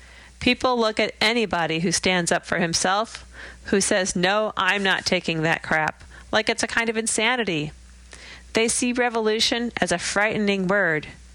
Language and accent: English; Chicago, Illinois, United States; Growing up in Chicago, I was engulfed in all that action, from Martin Luther King to Farrakhan.